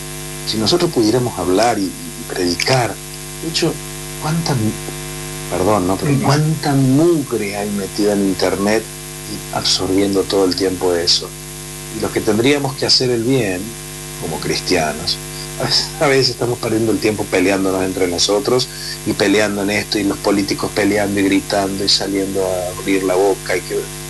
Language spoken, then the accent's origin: Spanish; San Luis, Argentina; Yo soy de San Luis